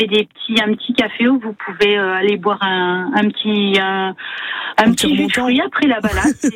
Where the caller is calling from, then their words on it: Jarny, Grand Est, France; moi, j'habite à Jarny